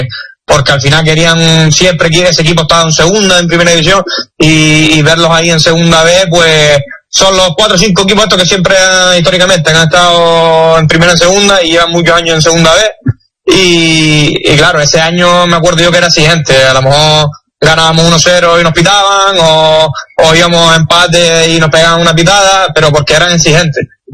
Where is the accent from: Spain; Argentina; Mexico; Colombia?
Spain; Las Palmas, Canary Islands; la Palma es el equipo de mi tierra